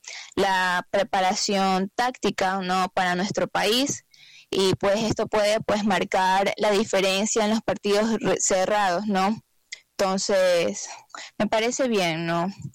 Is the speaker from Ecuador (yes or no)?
yes; Ecuador; nosotros somos de Ecuador